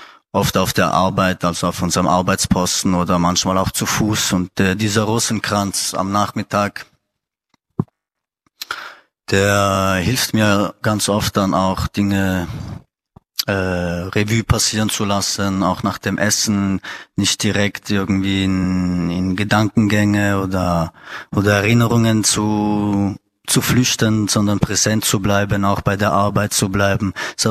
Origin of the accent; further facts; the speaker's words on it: St. Gallen, Switzerland; moved away; ich bin 27 Jahre, ich komme aus der Schweiz, aus dem Kanton St. Gallen, um genau zu sein.